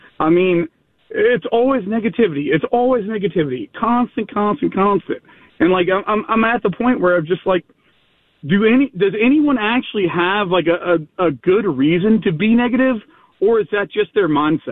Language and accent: English; Athens, Georgia, United States; I grew up here in Athens. My first games ever in all sports were all Boston.